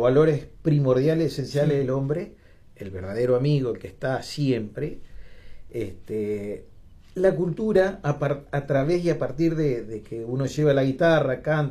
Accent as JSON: {"language": "Spanish", "town": "Maciá", "region": "Entre Ríos", "country": "Argentina", "tie": "born or raised there", "said": "Yo vivía en Maciá, soy oriundo de Maciá, departamento Tala. Al lado de mi casa había una canchita de fútbol."}